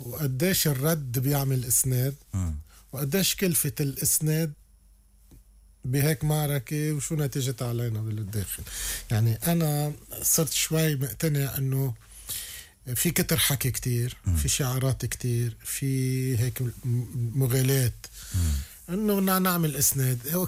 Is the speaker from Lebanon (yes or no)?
yes; Lebanon; نحن كلبنانيين